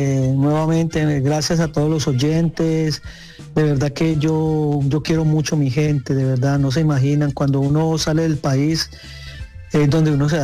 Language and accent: Spanish; Colombia; moved away; A mí en toda parte, siempre cuando saben que soy colombiano, me prefieren a mí.